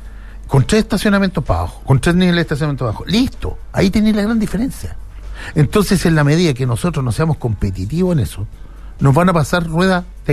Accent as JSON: {"language": "Spanish", "town": "San Felipe", "region": "Valparaíso", "country": "Chile", "said": "Los que vivimos en San Felipe, los que somos de San Felipe"}